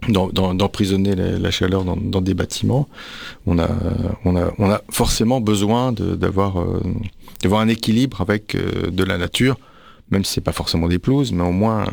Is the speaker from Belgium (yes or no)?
no; France